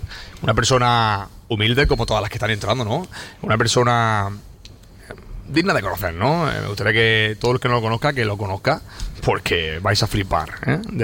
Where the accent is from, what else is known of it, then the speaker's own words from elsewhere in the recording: Almería, Andalusia, Spain; somos los únicos almerienses encerrados dentro de un centro comercial de noche